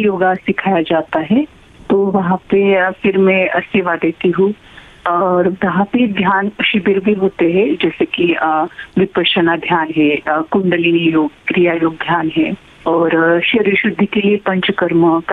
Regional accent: Rajgurunagar, Maharashtra, India; मैं पुणे से हूँ, राजगुरु नगर।

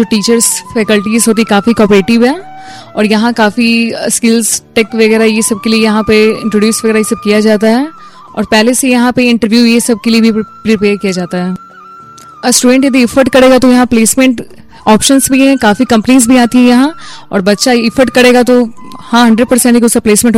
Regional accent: Patna, Bihar, India; मैं पटना बिहार की रहने वाली हूँ, मैं BCA वोकेशनल कोर्स कर रही हूँ।

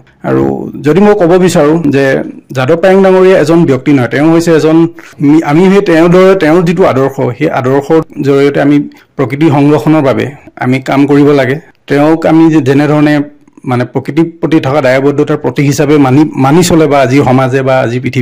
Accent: Lakhimpur, Assam, India; now in Guwahati, India; মোৰ ঘৰ লখিমপুৰত হয়।

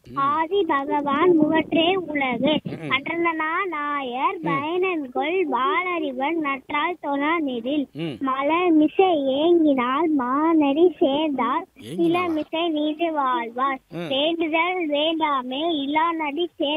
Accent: Keeranguudi, Tamil Nadu, India; Keerangudi.

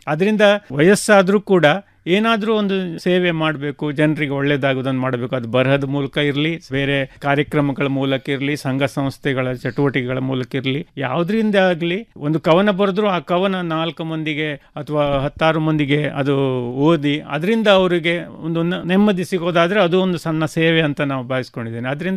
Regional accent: Ankola, Karnataka, India; ಅವರ ಶಾಲಾ ಕಾಲೇಜಿನಲ್ಲೇ ನಾವು ಕಲಿತು ದೊಡ್ಡವರಾದವರು. ಸೊ ಅಂಥ ಒಂದು ಪುಣ್ಯದ ನೆಲದಲ್ಲಿ ನಾವು ಇರೋದು, ಜನಿಸಿದ್ದು ಎಲ್ಲವೂ ನಮ್ಮ ಭಾಗ್ಯನೇ.

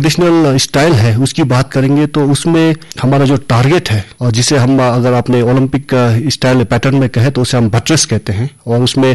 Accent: Monpa tribe; Tawang district, Arunachal Pradesh, India; हमारे अरुणाचल में जितने भी जनजाति है और खासकर जो हमारे मुंबा जनजाति है उनका बहुत सालों से हमारे पूर्वजों के समय से हमारे तीरंदाजी के साथ एक जुड़ाव रहा है।

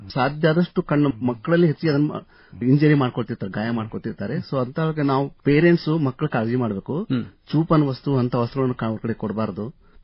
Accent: Dharwad, Karnataka, India; ನಾನು ಮುಖ್ಯವಾಗಿ ಧಾರವಾಡದವನು.

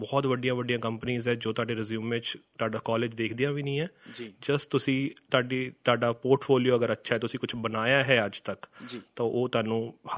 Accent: Bathinda, Punjab, India; moved away as an adult; also born or lived in Chandigarh; now in Bangalore, India; ਬਠਿੰਡਾ ਹੀ ਮੈਂ ਪੈਦਾ ਹੋਇਆ, ਉਸ ਤੋਂ ਬਾਅਦ ਮੇਰੀ ਸਕੂਲਿੰਗ ਵਗੈਰਾ ਸਭ ਬਠਿੰਡੇ ਦੀ ਹੈ। ਮੈਂ ਆਪਣੇ ਮੋਮ ਡੈਡ ਨਾਲ ਰਹਿੰਦਾ, ਮੇਰੀਆਂ ਸਿਸਟਰਸ ਹੈ ਉਹ ਬਾਹਰ ਸੈਟਲਡ ਹੈ। ਮੇਰੀ ਜੋ ਕਾਲਜ ਰਿਹਾ ਮੇਰਾ ਉਹ ਚੰਡੀਗੜ੍ਹ ਤੋਂ ਰਿਹਾ, ਔਰ ਪਿਛਲੇ 8 ਸਾਲ ਤੋਂ ਮੈਂ ਬੈਂਗਲੌਰ ਦੇ ਵਿੱਚ ਕੰਮ ਕਰ ਰਿਹਾ।

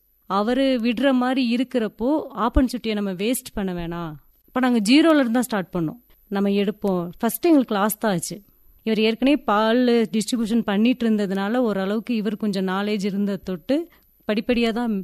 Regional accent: Uthamapalayam, Tamil Nadu, India; moved away as an adult; now in Ooty, India; என்னோட சொந்த ஊர் வந்து உத்தமபாளையம், தேனி மாவட்டம். அப்பா அம்மாங்கெல்லாம் விவசாயம்தான். நான் 10th வரைக்கும் தான் படிச்சிருக்கேன். எனக்கு அரேஞ்சு மேரேஜ் ஆச்சு. கல்யாணம் பண்ணி கொடுத்தது வந்து ஊட்டியில்.

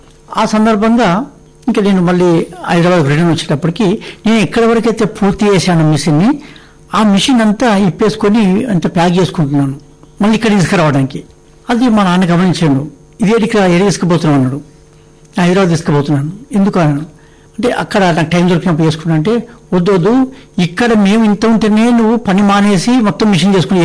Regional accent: Sharajipet, Telangana, India; born or raised there

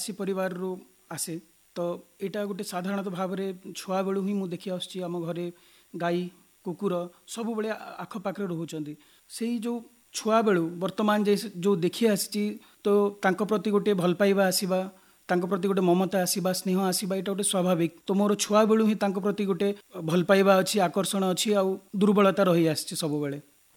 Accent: Bhawanipatna, Odisha, India; ମୋର ଘର ଭବାନୀପାଟଣା। ପେଶାରେ ମୁଁ ଜଣେ ଆଇନଜୀବୀ। କଳାହାଣ୍ଡି ଜିଲ୍ଲା ଓ ଦୌରାଜଜ କୋର୍ଟରେ ମୁଁ ଆଇନଜୀବୀ ଭାବରେ କାର୍ଯ୍ୟରତ ଅଛି।

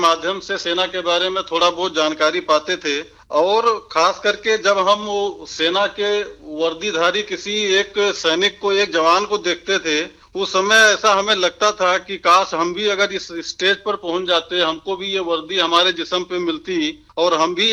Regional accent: Gonda, Uttar Pradesh, India; moved away as an adult; ग्राम Utraula, post Paraspur, district Gonda, Uttar Pradesh का निवासी हूँ।

